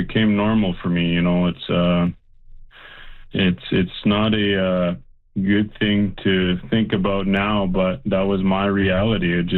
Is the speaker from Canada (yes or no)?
yes; Saskatchewan, Canada; Yeah, well … I'm from Lalosh, Clearwater. And I grew up there.